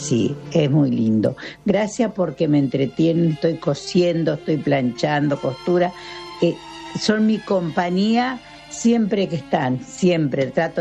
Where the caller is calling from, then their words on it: Junín, Buenos Aires Province, Argentina; Soy de Junín, estoy muy lejos y sola